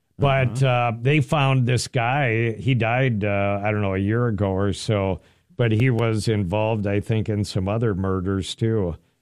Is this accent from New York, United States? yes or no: no; Willmar, Minnesota, United States; growing up in Wilmer